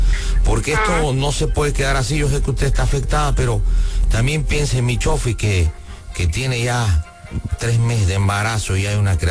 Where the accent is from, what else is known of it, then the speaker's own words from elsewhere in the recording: Mexico; Bueno, antes que nada, hija, yo vengo de México, ¿verdad?